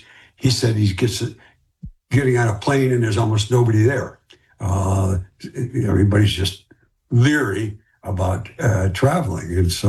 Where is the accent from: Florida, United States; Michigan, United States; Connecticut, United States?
Michigan, United States; Detroit; born or raised there